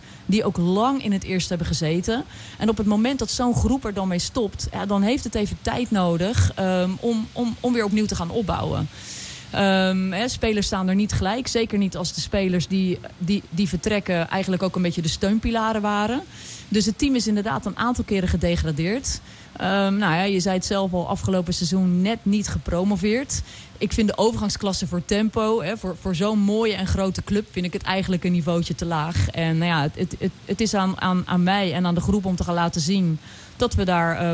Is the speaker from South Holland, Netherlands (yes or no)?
yes; Dordrecht, South Holland, Netherlands; now in Alphen aan den Rijn, Netherlands; Ik kom zelf oorspronkelijk uit Dordrecht. Maar vanaf het moment dat ik naar Alphen ben verhuisd